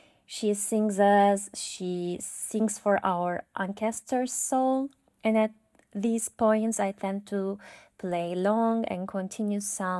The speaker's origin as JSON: {"language": "English", "country": "Turkey", "moved": "yes", "lives_now": "Milan, Italy", "said": "I'm from Turkey and I live in Milan."}